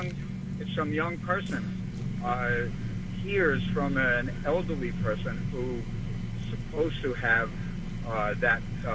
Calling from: Huntington, New York, United States; But I'm in Huntington, Long Island.

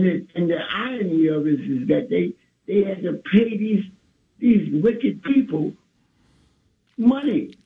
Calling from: New York, United States; I'm calling from Lower East Side.

